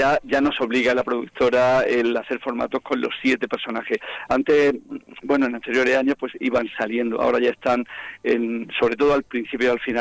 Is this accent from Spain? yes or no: yes; Molina de Segura, Region of Murcia, Spain